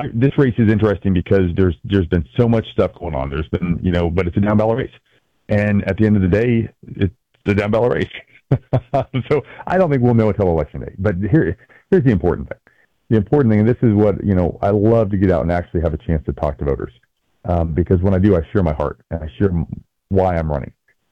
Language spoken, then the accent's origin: English; Athens, Alabama, United States; I'm from North Alabama, right? I'm from Athens. I'm a hometown boy.